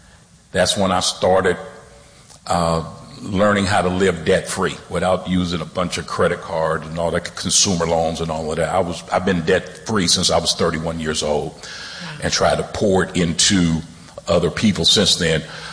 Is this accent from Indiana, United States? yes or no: yes; Indianapolis, Indiana, United States; I grew up in Indianapolis in Arlington Woods, 46218 at 34 Finn Butler.